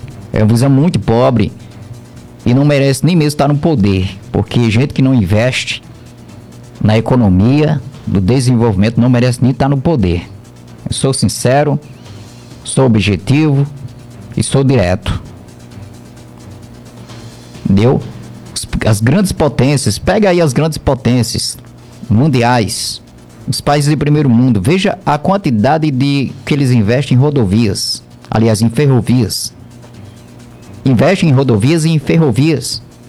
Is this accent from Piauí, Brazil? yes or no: no; Campina Grande, Paraíba, Brazil; Nós somos de Campina Grande.